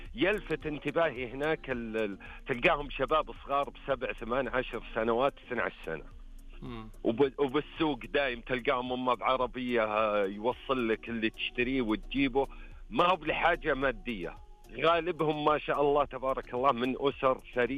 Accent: Riyadh, Riyadh Province, Saudi Arabia; أنا من مواليد وعايش بالرياض، لكن أصلا من القصيم.

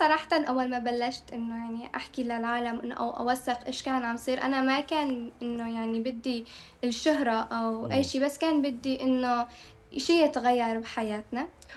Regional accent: Aleppo, Aleppo Governorate, Syria; أنا طفلة سورية من حلب، وأنا أنا حائزة على جائزة الأطفال الدولية ل 2025

